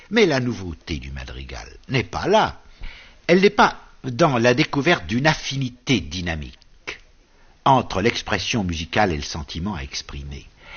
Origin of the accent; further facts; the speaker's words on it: France; chez nous, en France